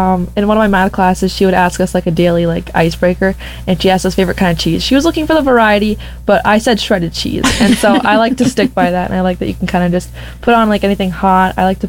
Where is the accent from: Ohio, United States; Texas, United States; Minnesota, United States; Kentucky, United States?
Minnesota, United States; Princeton; Princeton, Minnesota, my hometown